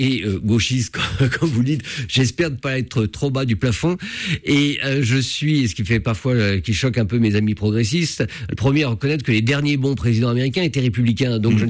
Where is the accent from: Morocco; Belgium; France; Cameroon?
France; also born or lived in United States; en tant que Français, qu'Européen, puisque je suis franco-américain